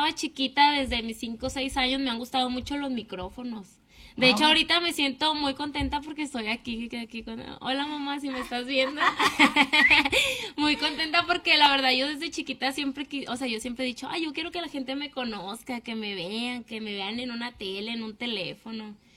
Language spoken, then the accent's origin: Spanish; Juárez, Nuevo León, Mexico; Yo soy de Paraje Juárez, un poquito mejor. Ahí no hay tantos baches